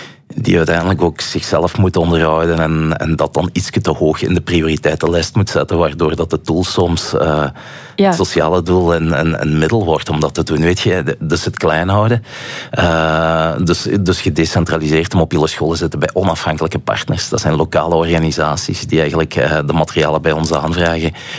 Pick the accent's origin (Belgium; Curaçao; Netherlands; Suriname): Belgium; Flanders; Ik zeg, soy de Belgica. En hij zegt, een Belg, entonces francofen of flamenco, Vlaming of Waal. En ik zeg, ja, soy flamenco.